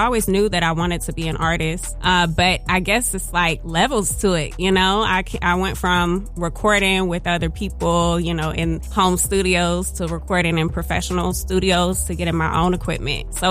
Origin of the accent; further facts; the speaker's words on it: Roanoke, Virginia, United States; also born or lived in Greensboro, North Carolina; now in Northern Virginia, United States; I grew up in Roanoke, Virginia, the Star City. So that in itself influenced me as an artist.